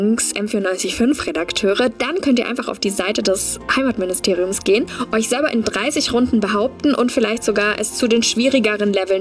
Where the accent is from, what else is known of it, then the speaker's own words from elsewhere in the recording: Bavaria, Germany; Genau, ich bin Oberpfälzer